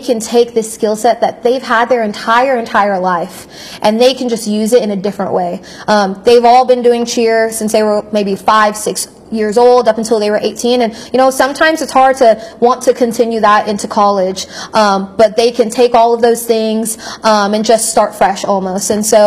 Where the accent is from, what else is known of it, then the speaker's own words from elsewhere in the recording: California, United States; now in West Virginia, United States; my home state, California